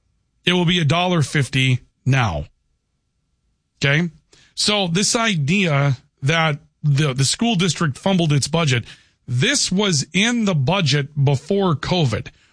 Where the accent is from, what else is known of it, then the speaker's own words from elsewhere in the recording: Minnesota, United States; But I tell you what, as a Minnesotan, I'd sure rather see a tax credit on a pet than $19 billion going over to Somalia.